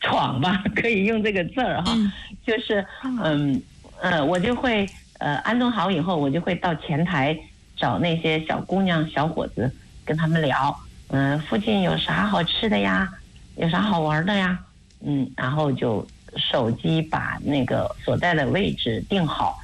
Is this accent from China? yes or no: yes; southern China, China; 然后虽然我是南方人，但是我也挺喜欢做馒头的。